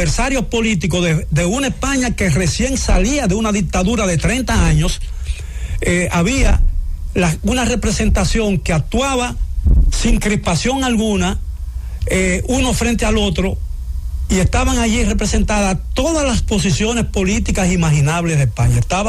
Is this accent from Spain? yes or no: no; Dominican Republic